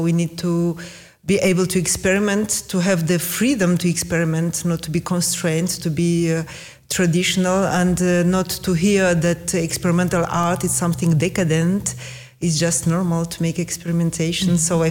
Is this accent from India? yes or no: no; Moldova; born there; English is a second language; Yes, I was born in Republic of Moldova, and my father, who was from Ukraine, was a professional musician